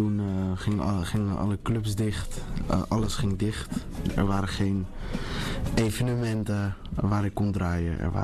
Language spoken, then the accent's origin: Dutch; Amsterdam, North Holland, Netherlands; Ik ben 26 jaar en ik ben geboren getogen in Amsterdam.